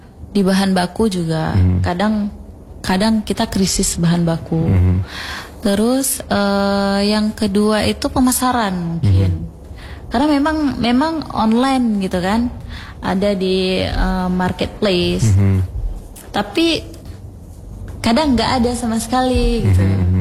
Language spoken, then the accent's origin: Indonesian; Medan, North Sumatra, Indonesia; Kalau dari segi pitrit ini, ini kan kita dari Medan ya, dari Medan ini ada yang